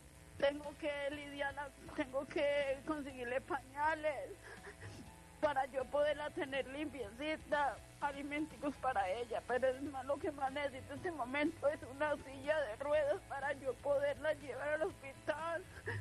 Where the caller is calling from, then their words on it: Obando, Valle del Cauca, Colombia; Sí, soy de Obando, aquí el barrio San Fernando.